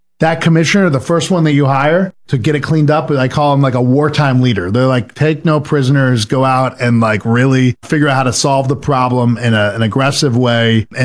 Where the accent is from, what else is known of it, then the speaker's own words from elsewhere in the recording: Patten, Maine, United States; my hometown of Patton, Maine